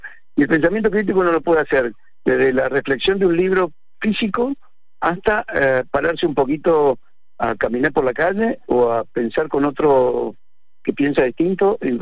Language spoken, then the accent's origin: Spanish; Córdoba, Argentina; now in Mendoza, Argentina; yo soy cordobés, soy enamorado de esta ciudad, que vine a estudiar diseño casualmente en el 85 y me quedé.